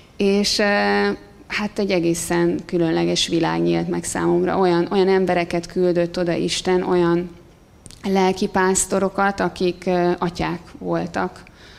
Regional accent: Budapest, Hungary; ahol mi laktunk, ahol fölnőttem Gazdagréten

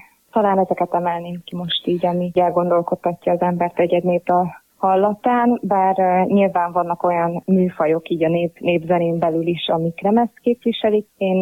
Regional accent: Šamorín, Trnava Region, Slovakia; moved away as an adult; also born or lived in Budapest; now in Hungary; Somorjáról származom, Somorján nőttem fel, ott jártam iskolába, gimnáziumba, majd utána Budapestre kerültem

